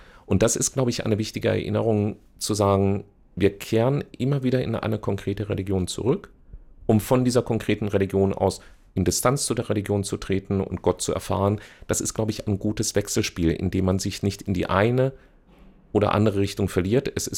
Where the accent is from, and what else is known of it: Marburg, Hesse, Germany; born or raised there